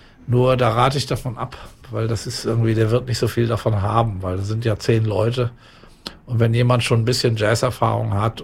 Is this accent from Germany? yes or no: yes; Lübeck, Schleswig-Holstein, Germany; moved away; ich komme ja aus Lübeck, ne? Ich bin so und ich habe mein Leben lang schon Heimweh.